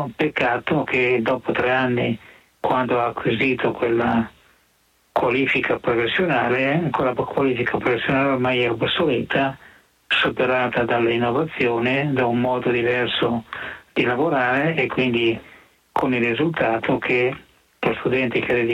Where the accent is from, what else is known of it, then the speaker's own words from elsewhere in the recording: Lombardy, Italy; come si usa dire dalle mie parti lombarde